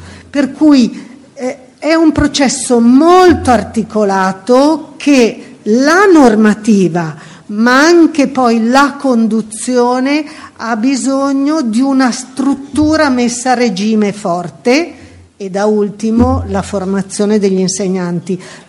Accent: Milan, Lombardy, Italy; io come milanese

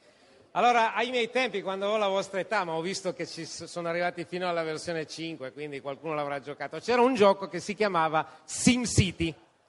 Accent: Turin, Piedmont, Italy; io sono di Torino

